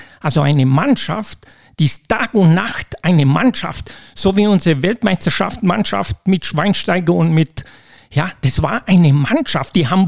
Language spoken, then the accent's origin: German; Blumenthal, Timiș County, Romania; moved away as an adult; now in Germany; Ich bin nochmal geboren in Rumänien, Blumenthal, habe dort 20 Jahre gelebt und dann bin ich zu meiner Frau gezogen nach Bruckenau, habe dort 10 Jahre gelebt